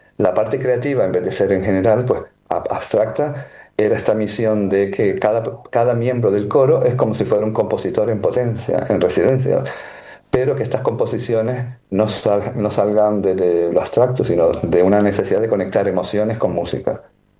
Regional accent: Canary Islands, Spain; moved away; also born or lived in London; yo volví hace 5 años, soy un canario retornado

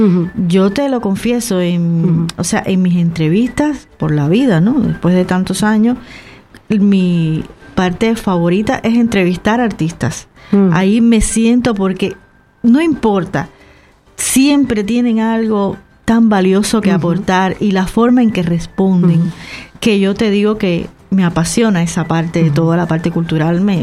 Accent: Cuba; now in Canary Islands, Spain; yo soy cubana.

